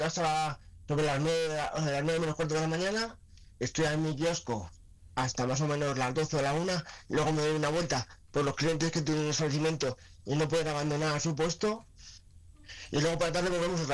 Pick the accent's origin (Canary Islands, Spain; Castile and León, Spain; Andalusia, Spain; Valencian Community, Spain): Castile and León, Spain; Segovia province; Que como vengo de mi pueblo, pues estoy en casa.